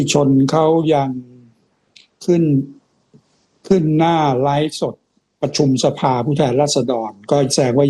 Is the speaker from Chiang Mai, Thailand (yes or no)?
no; Damnoen Saduak, Ratchaburi, Thailand; born there; ผมเป็นคนเกิดที่ดำเนินสะดวกเนี่ยเป็นสวนผักเยอะแต่ตอนหลังเลิกมันสุขภาพมัน